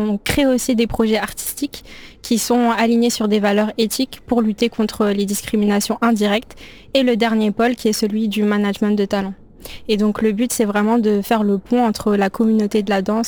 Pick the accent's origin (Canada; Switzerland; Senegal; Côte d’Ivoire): Senegal; also born or lived in Romania; now in Paris, France; il faut savoir que j'ai grandi à l'étranger, j'ai grandi 3 ans en Roumanie, 3 ans et demi en Roumanie, j'ai grandi au Sénégal